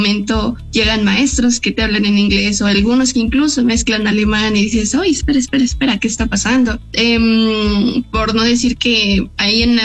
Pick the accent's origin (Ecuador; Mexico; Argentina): Mexico; Tal vez nosotros como mexicanos tratamos de darle la equivalencia a todo